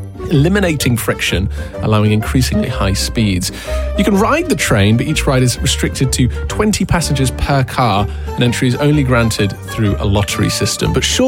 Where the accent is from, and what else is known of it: Coventry, West Midlands, United Kingdom; born or raised there